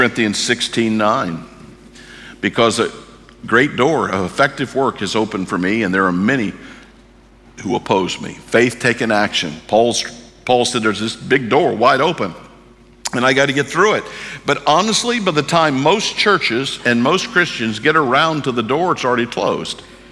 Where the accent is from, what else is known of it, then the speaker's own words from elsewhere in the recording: St. Louis, Missouri, United States; I grew up in St. Louis.